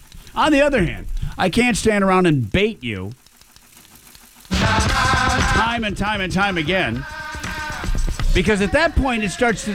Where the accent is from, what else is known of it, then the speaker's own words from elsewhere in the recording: Michigan, United States; From my home state of Michigan